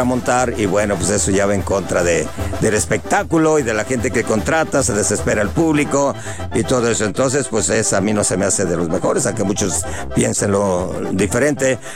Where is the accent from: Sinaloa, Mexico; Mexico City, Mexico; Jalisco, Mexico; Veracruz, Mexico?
Jalisco, Mexico; Fíjate que pues tú dices los Reyes de Jalisco, yo soy de Jalisco